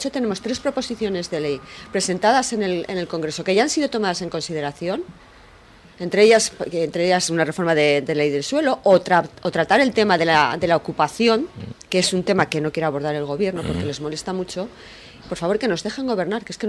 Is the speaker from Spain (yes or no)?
yes; Spain; yo me siento avergonzada como española de lo que se está viviendo en estos momentos